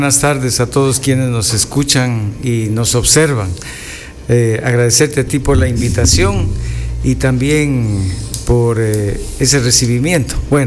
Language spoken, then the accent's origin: Spanish; Ecuador